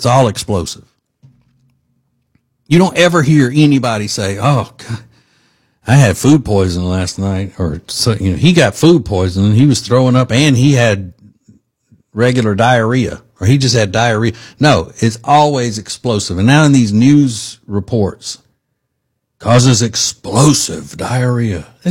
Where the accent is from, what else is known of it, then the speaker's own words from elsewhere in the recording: Louisiana, United States; also born or lived in Alabama; now in Charlotte, United States; when I lived in Alabama or when I was growing up in Louisiana.